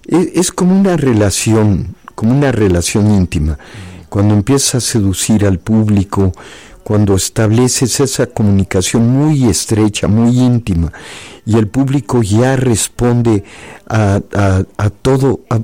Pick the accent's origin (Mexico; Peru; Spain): Mexico; yo le decía